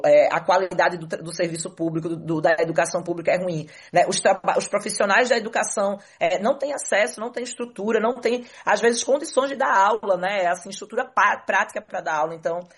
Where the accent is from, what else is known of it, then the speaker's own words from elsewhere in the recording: Recife, Pernambuco, Brazil; Eu sou uma mulher que cresci na Brasília Teimosa, uma comunidade tradicional pesqueira, uma comunidade periférica, né, que tem maioria população negra